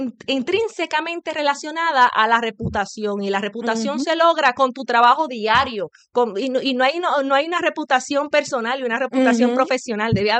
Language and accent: Spanish; Dominican Republic; moved away as an adult; now in Puerto Rico; yo soy natural de la República Dominicana y allí hice mis estudios superiores, vale, high school, pues la universidad me trajo a Puerto Rico.